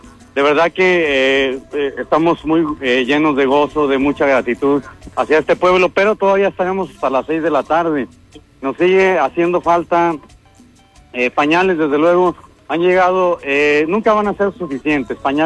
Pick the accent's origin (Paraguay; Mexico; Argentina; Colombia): Mexico